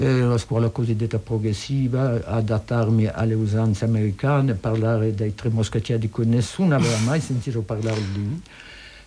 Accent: Paris, Île-de-France, France; first language French; Italian is a second language; io sono nata a Parigi e nell'ambiente ha parlato era francese fino ai miei 9 anni.

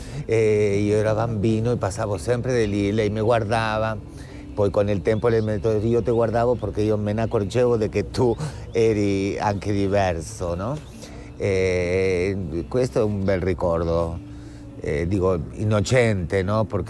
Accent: Uruguay; Italian is a second language; moved away; Io, bueno, vengo dell'Uruguay

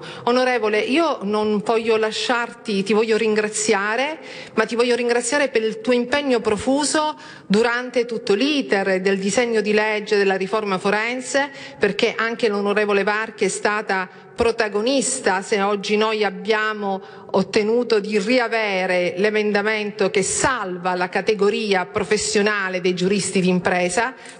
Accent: Palermo, Sicily, Italy

